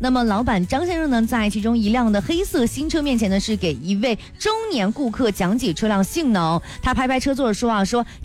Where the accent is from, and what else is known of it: Shanxi, China